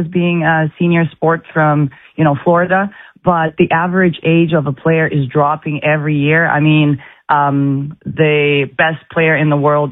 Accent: Kazakhstan; moved away as an adult; also born or lived in England; now in Regina, Canada; I am originally from Kazakhstan. I went to school in England. I met my husband in Europe and then decided to come out and visited him in Canada.

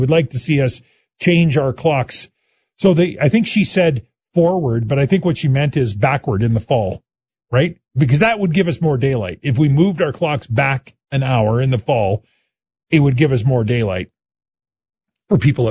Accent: Saskatchewan, Canada; I can't say I'm experienced because I grew up in Saskatchewan, although I did live in Alberta for a year.

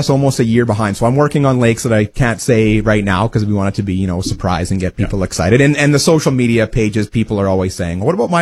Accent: Wawota, Saskatchewan, Canada; one of my first jobs as a kid growing up in Wawota, Saskatchewan. So I grew up in the southeast

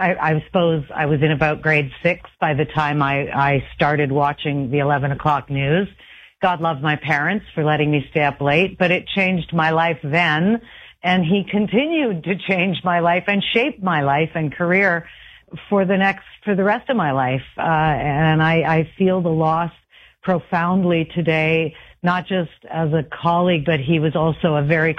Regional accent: Kitchener, Ontario, Canada; moved away; I was working at CKCO TV in Kitchener, which was my hometown.

